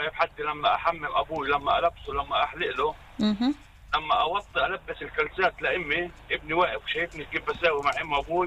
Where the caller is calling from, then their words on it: Arraba, Israel; من عرابه.